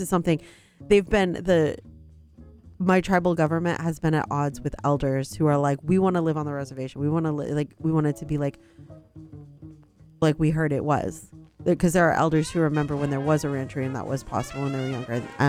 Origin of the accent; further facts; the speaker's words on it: California, United States; I'm California Indian.